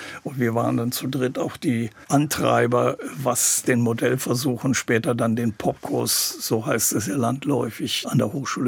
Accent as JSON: {"language": "German", "town": "Aachen", "region": "North Rhine-Westphalia", "country": "Germany", "tie": "born or raised there", "said": "Und das habe ich dann erstmal in meiner Heimatstadt gemacht und dann später in Köln, also bin nach Köln gewechselt"}